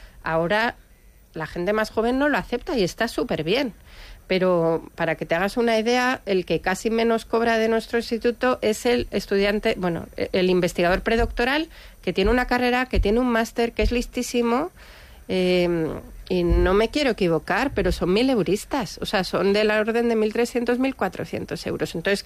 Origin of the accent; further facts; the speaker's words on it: Madrid, Community of Madrid, Spain; moved away as an adult; now in San Sebastián, Spain; yo soy madrileña, pero ahora ya donostiarra.